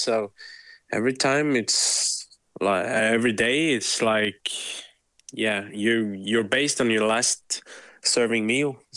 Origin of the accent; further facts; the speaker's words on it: Norway; Yeah, like we're from Norway. It's like the top of the Arctic Circle.